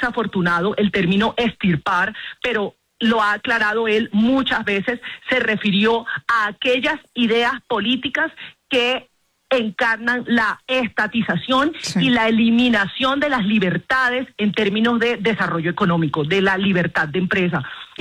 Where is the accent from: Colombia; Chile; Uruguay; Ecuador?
Colombia; Todos somos colombianos, tenemos los mismos derechos y los mismos deberes.